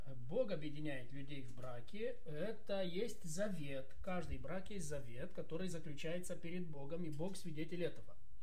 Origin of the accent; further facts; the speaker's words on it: Moldova; Здравствуйте, друзья! Я пастор из Молдовы.